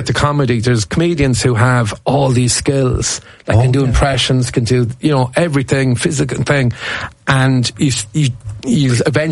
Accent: Ireland; They have to know I'm Irish.

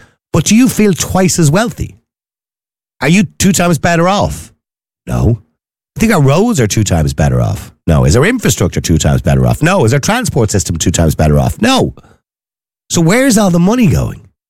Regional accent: Ireland

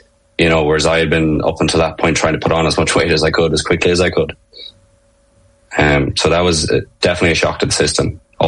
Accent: Ireland; this is where I'm going to excel as an Irish guy. Irish guys will go over and the kicking's always a bit of a slagging

